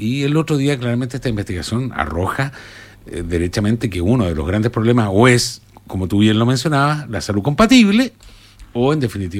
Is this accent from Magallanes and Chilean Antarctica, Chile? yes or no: yes; Magallanes and Chilean Antarctica, Chile; moved away; yo vengo de la región de Magallanes, por lo tanto ahí se explotaba el petróleo, ¿no?